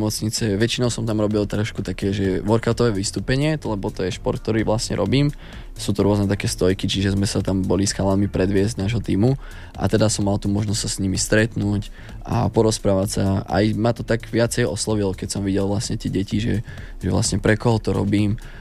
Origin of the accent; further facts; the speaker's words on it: Žilina Region, Slovakia; u nás na Kysuciach